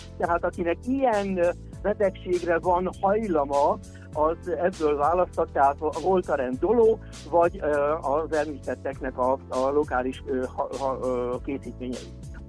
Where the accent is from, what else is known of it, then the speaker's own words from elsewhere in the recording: Hungary; illetve hát magyarok vagyunk